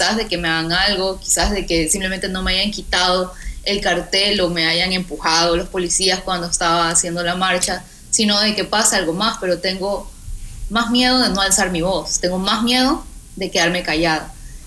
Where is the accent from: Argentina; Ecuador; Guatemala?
Ecuador; nuestra identidad como latinoamericanos, nuestra identidad como ecuatorianos